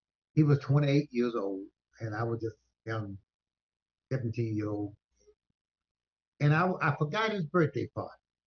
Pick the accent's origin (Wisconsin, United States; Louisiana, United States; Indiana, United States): Louisiana, United States; Haynesville; born there; moved away; also born or lived in Arkansas; I was born in Louisiana, the home of Hainesville, Louisiana. But I left in 1947, went to Pine Bluff, Arkansas, because my dad moved to Arkansas